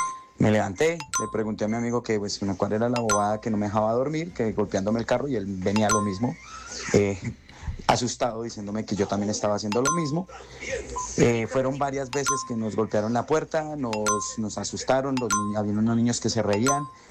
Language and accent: Spanish; Colombia; yo soy camionero de Colombia, tanquero, viajaba mucho a Rubiales.